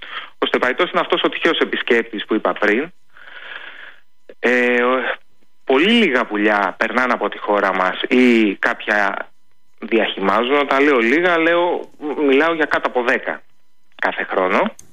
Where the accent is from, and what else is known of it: Greece